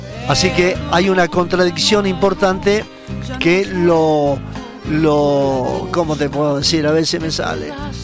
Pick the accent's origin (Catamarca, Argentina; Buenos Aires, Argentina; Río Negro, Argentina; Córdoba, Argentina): Buenos Aires, Argentina